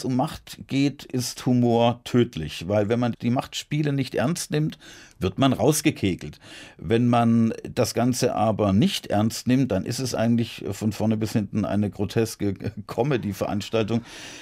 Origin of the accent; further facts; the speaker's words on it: Heilbronn, Baden-Württemberg, Germany; Ich bin schon 1988 erstmals in meiner Heimatstadt Heilbronn als unabhängiger Kandidat zur Landtagswahl angetreten.